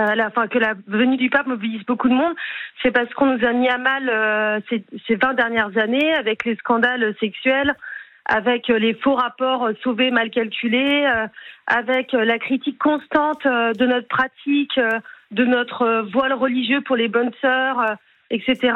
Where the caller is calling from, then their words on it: Levallois-Perret, Île-de-France, France; je vis à Levallois-Perret.